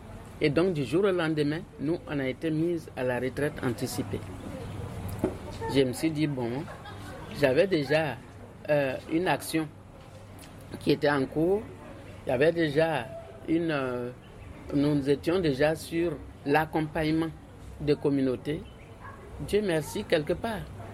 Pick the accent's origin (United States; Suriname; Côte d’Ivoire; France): Côte d’Ivoire; Je suis ivoirienne